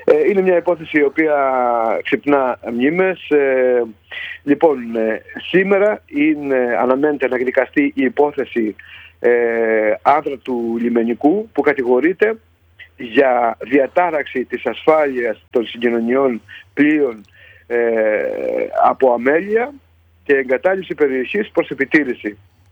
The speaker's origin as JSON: {"language": "Greek", "area": "Lasithi", "region": "Crete", "country": "Greece", "said": "νιώθω υπερήφανος που είμαι από το Λασίθι"}